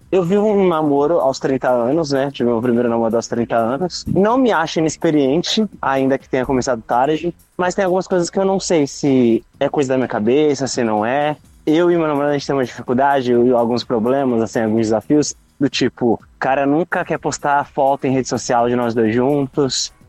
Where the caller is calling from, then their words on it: Santos, São Paulo, Brazil; tenho 32 anos, signo de virgem, e eu falo de Santos.